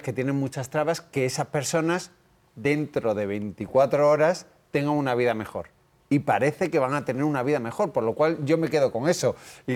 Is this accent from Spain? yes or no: yes; Andalusia, Spain; somos andaluces